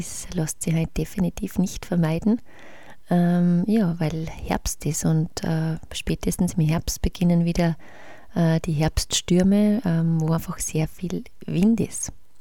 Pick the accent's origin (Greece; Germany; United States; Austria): Austria; Ich habe dann sonst, wie ich es gewohnt bin, aus Österreich einfach im Frühling gesetzt